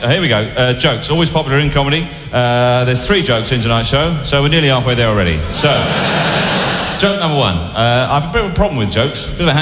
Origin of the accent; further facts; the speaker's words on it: South West England, United Kingdom; I am actually from the West Country.